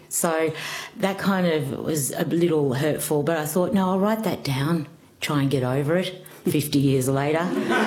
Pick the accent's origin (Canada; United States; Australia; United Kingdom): Australia; Melbourne, Victoria; born there; Oh, well, I was born here in Melbourne.